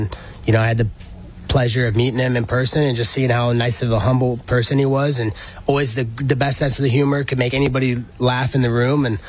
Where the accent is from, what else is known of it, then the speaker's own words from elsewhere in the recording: Eugene, Oregon, United States; Or no, from, like, from Eugene.